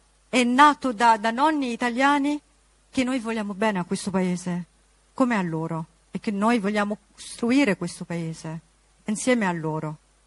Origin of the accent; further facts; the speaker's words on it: Lebanon; now in Italy; Per me l'Italia è casa, per mio figlio l'Italia è casa. Mio figlio, se ritorna nel mio paese d'origine, in Libano, non sa cosa fare